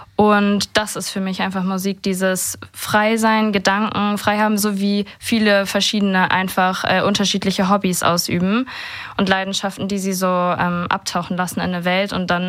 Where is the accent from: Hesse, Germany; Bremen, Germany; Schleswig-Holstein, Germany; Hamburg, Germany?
Schleswig-Holstein, Germany; Flintbek; born there; now in Kiel, Germany; Also gebürtig, also ursprünglich aus Flintbek. Und mittlerweile lebe ich in Kiel.